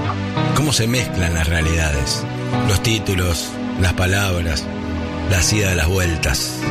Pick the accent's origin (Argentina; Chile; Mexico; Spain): Argentina; Esto es lo que nos gusta a nosotros, porque somos argentinos.